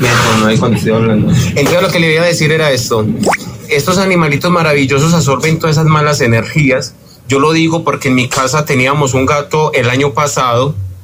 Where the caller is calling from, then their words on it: Medellín, Antioquia, Colombia; Mano, yo soy de Colombia.